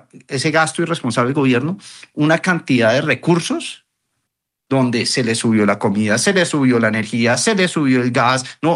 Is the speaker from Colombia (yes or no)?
yes; Colombia; como colombianos, tenemos que mirar cómo ayudamos a esa población vulnerable